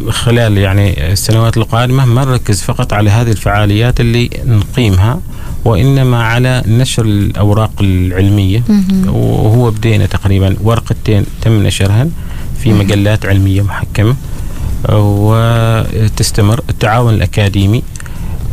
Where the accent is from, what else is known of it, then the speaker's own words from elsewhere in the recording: Muscat, Muscat Governorate, Oman; يعني أنا مثلا من مسقط